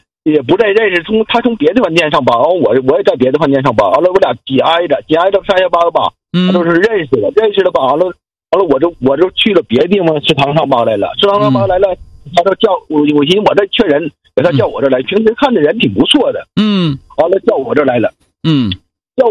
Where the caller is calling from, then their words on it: Hebei, China; 我是河北的。